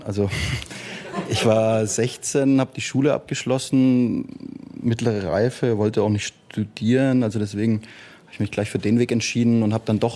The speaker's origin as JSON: {"language": "German", "town": "Volkach", "region": "Bavaria", "country": "Germany", "tie": "born or raised there", "said": "Meine Heimat, also das Naturwein ist ja auch eine nachhaltige Sache einfach."}